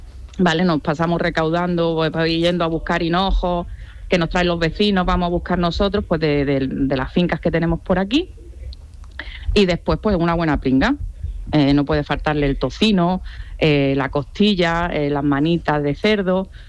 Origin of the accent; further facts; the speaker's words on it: Barcelona, Catalonia, Spain; Yo vine de Barcelona.